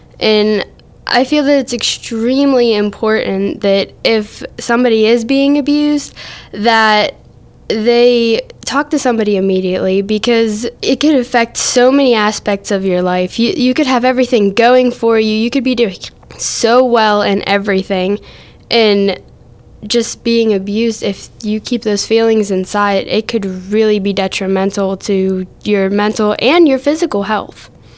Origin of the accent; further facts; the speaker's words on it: South Allegheny, Pennsylvania, United States; I'm 16 from South Allegheny.